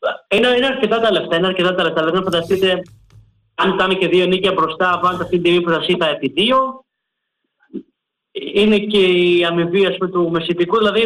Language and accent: Greek; Chios, North Aegean, Greece; now in Volos, Greece; κατάγομαι από τη Χίο, εγώ Χίο έχω μεγαλώσει, έχω γεννηθεί. Βρίσκομαι στο Βόλο, είναι στην άλλη άκρη της Ελλάδας